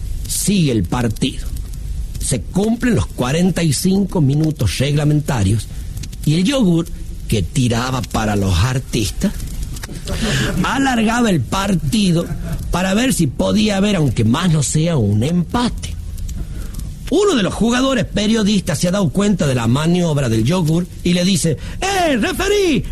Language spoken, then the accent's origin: Spanish; La Rioja, Argentina; Así que miren si les he dado razones como para que dejen andar diciendo por allí que nosotros riojanos no nos queremos con los catamarqueños.